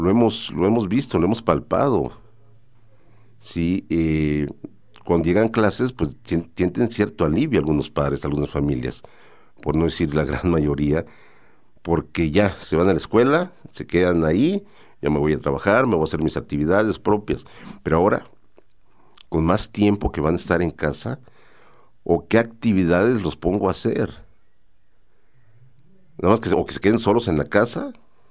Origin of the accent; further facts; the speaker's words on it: Mexico; Somos más mexicanos.